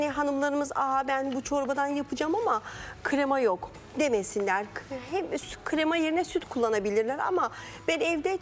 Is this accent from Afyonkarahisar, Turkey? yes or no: yes; Afyonkarahisar, Turkey; Yani memleketimiz Afyon bizim.